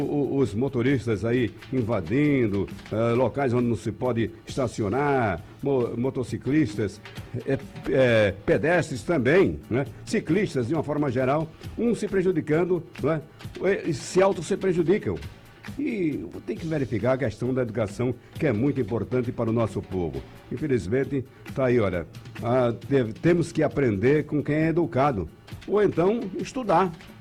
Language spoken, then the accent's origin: Portuguese; Brazil; nós somos brasileiros e amamos nosso povo.